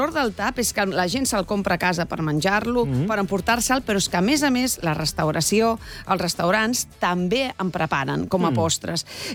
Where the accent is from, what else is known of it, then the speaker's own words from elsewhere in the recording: Catalonia, Spain; Exacte, jo soc del Penedès i penso que sempre tots els referents els parteixo d'aquí.